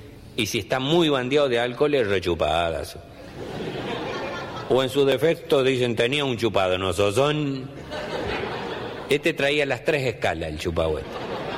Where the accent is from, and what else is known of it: Chaco, Argentina